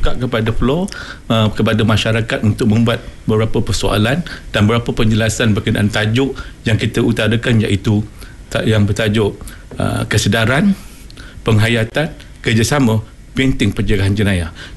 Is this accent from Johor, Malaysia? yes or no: yes; Johor, Malaysia; now in Perak, Malaysia; Saya asal daripada Johor.